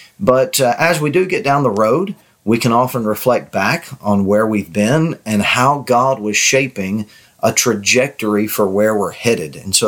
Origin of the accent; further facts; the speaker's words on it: Florida, United States; moved away as an adult; now in Brewton, United States; where I grew up in the Panhandle of Florida.